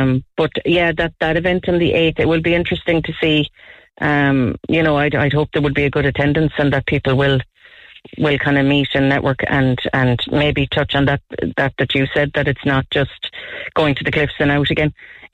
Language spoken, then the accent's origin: English; County Clare, Ireland; growing up in the East Clare North Tip region, we always kind of felt like the forgotten cousin in years gone